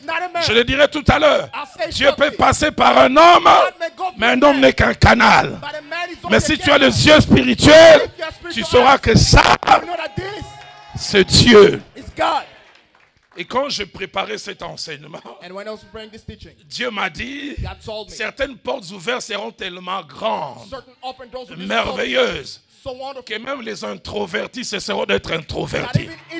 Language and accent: French; Kinshasa, DR Congo; Chez nous, à Kinshasa, on dit ceci.